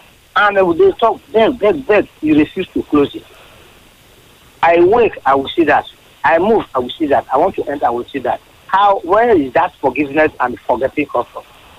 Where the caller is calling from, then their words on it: Ijebu-Ode, Ogun, Nigeria; I'm from Ijebode.